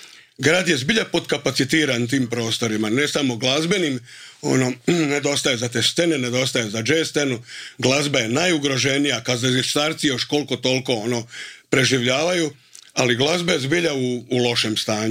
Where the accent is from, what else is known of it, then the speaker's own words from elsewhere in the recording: Požega, Požega-Slavonia County, Croatia; now in Zagreb, Croatia; Ja sam odraštao, rođen sam u Požegi.